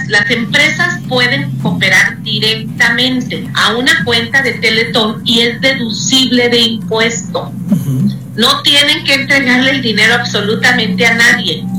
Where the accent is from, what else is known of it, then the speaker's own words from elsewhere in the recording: Veracruz, Mexico; como somos los veracruzanos y los mexicanos